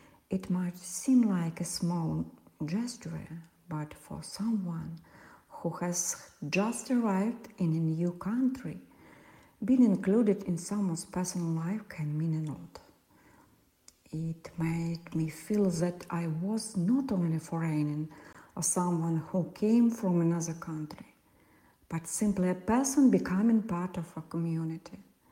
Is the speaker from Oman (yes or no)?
no; Senegal; English is a second language; moved away as an adult; now in Germany; I'm originally from Senegal, and I came to Germany because I was looking for better educational and professional opportunities. In Senegal, I had ambitions and dreams